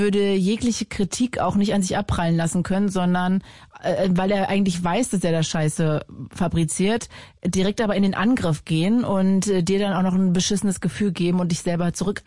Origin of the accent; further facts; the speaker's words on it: East Germany, Germany; Jetzt sag nichts gegen Ostdeutschland, ich komme auch aus Ostdeutschland.